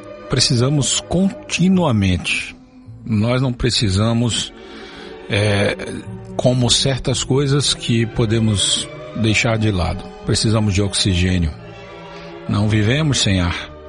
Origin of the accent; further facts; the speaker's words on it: Brazil; nos achegamos a Ti como brasileiros